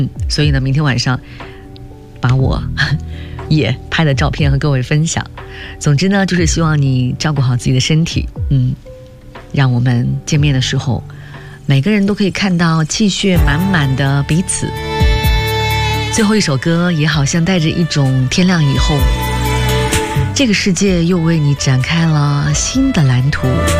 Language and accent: Chinese; Northeast China, China; now in Beijing, China; 作为一个东北人，我家里人基本上不怎么做这道菜